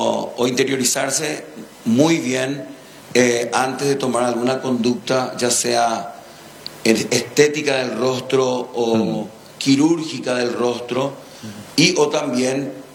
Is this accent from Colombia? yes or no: no; San Bernardino, Cordillera, Paraguay; yo soy de San Bernardino, así que la ciudad más linda de Paraguay.